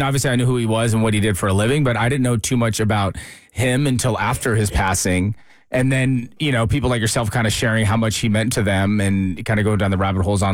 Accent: California, United States; I grew up in California.

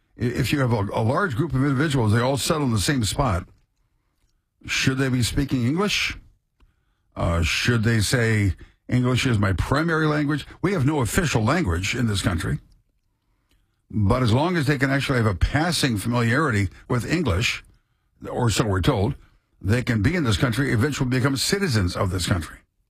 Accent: Midwest, United States; now in Maryland, United States; I grew up in the Midwest.

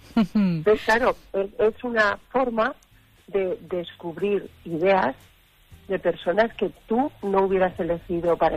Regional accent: Conchel, Aragon, Spain; porque yo soy de Conchel, y yo lo que quería era que en mi pueblo, que es muy pequeñito, de 100 habitantes

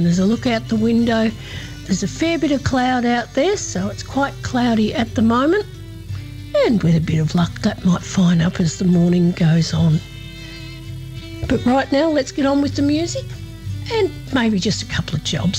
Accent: Horsham, Victoria, Australia; your Thursday morning host for Good Morning Country and broadcasting out of my hometown of Horsham in Western Victoria. And we're situated in the Woomera region.

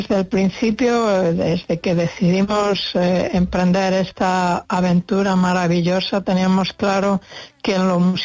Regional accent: Asturias, Spain; also born or lived in Galicia; yo soy gallega de nacimiento y toda mi, aún viviendo en Asturias, hasta los 16 años, todas mis vacaciones han sido en Coruña.

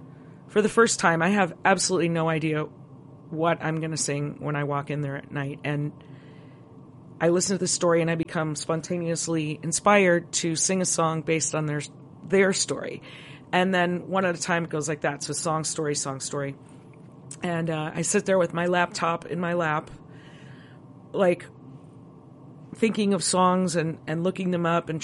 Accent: Elmhurst, Illinois, United States; locally around Chicago where I live in the suburbs. And I'm playing in Elmhurst, my hometown

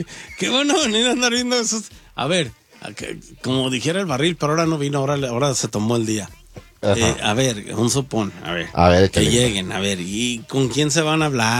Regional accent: Jalisco, Mexico; Yo soy de Jalisco

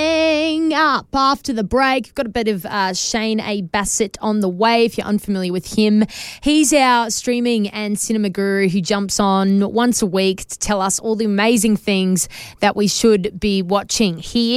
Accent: Queensland, Australia; I might just let him say something because he knows I'm a Queenslander and he's a New South Welshman.

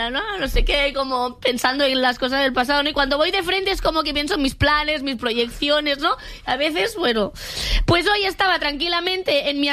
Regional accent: Catalonia, Spain; como persona catalana esto me

